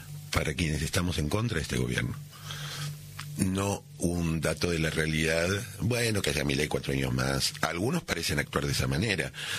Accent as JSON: {"language": "Spanish", "country": "Argentina"}